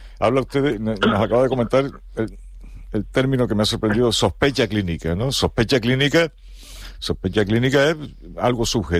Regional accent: Spain; los españoles somos

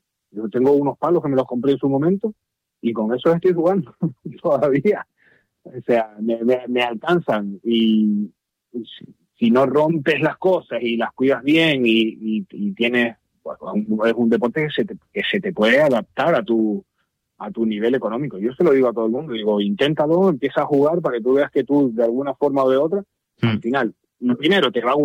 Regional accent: Taco, Canary Islands, Spain; yo soy del barrio de Taco, yo vivo en Taco, aquí en Taco nadie juega al golf.

